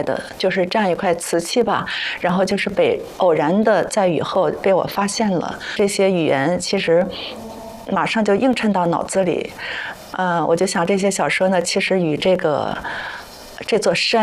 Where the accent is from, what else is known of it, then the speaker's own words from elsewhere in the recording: Jizhou, Tianjin, China; 我们家乡是一个不缺少英雄的地方